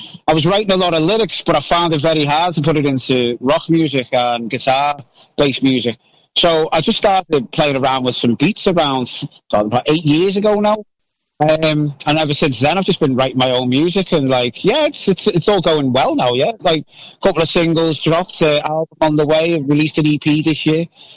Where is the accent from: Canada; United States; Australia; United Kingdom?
United Kingdom; Liverpool, North West England; I was born and raised in Liverpool.